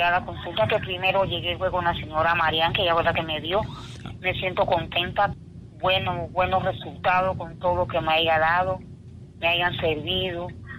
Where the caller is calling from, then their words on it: Colón, Panama; Bueno, yo soy acá de Colón.